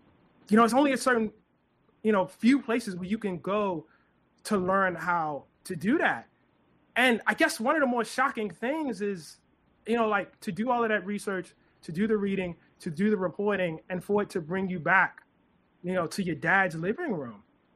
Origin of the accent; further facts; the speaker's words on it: Baltimore, Maryland, United States; accent: Baltimore; people at different points in my career whose vocabulary was larger than mine, who maybe didn't have my Baltimore accent, who had been to places that I had not been